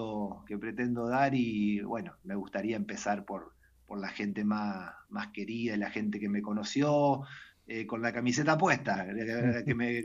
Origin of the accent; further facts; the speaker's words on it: Argentina; moved away; Me siento absolutamente orgulloso como argentino